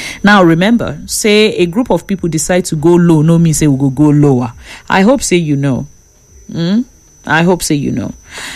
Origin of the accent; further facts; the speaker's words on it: Nigeria